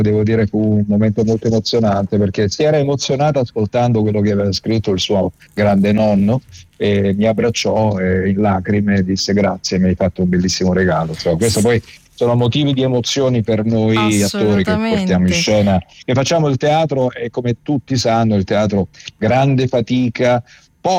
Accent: Naples, Campania, Italy; perché io sono campano, nato a Castellammare, cresciuto a Napoli.

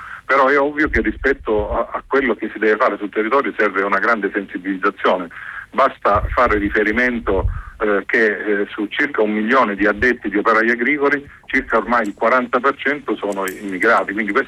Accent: Apulia, Italy; io sono pugliese

